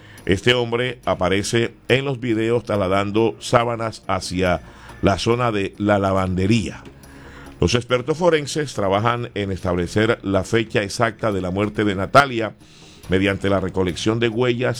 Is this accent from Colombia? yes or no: yes; Colombia; 8:52 en mi país, Colombia.